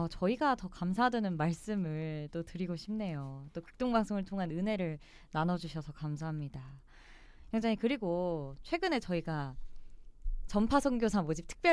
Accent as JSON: {"language": "Korean", "region": "Seoul", "country": "South Korea", "tie": "born or raised there", "said": "서울에서 나고 자라가지고"}